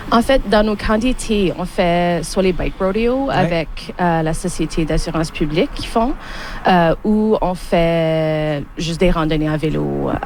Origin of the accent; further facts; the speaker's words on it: Saint-Claude, Manitoba, Canada; now in Winnipeg, Canada; je viens de Saint-Claude, même pas dans le village. Mes parents sont à quelques milles du village.